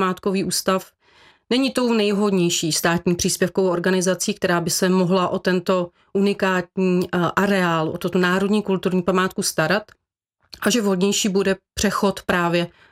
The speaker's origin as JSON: {"language": "Czech", "region": "West Bohemia", "country": "Czechia", "said": "Přece jenom my jsme Češi, západočeši"}